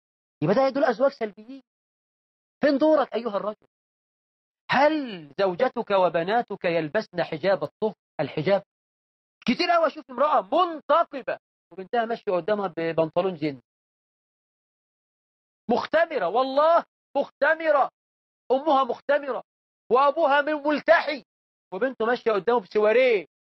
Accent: Egypt; وطيب عندنا في عرفنا كمصريين يعني ملوش كلمة.

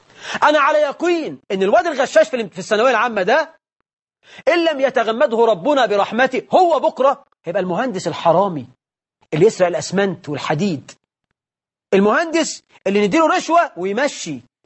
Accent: Egypt; السنة دي عندنا في مصر

